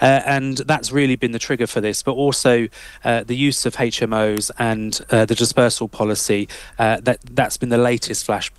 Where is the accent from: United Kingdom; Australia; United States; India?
United Kingdom; Thetford, East of England; I grew up in Thetford.